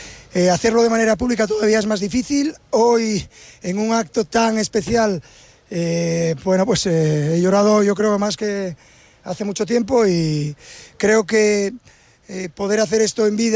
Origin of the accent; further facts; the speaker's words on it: Gijón, Asturias, Spain; Hace muchos años que ellos vinieron desde el occidente de Asturias para Gijón para darles más posibilidades a sus hijos